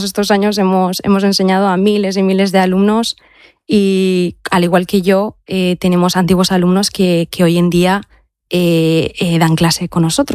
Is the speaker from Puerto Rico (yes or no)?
no; Oiartzun, Basque Country, Spain; soy de Oiartzun.